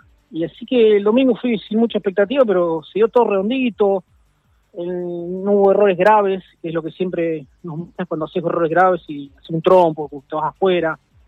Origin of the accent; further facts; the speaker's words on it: Villalonga, Buenos Aires Province, Argentina; accent: porteño; Yo soy Villalonga, digan lo que digan, aunque tengo acento de porteño, pero bueno, soy de Villalonga.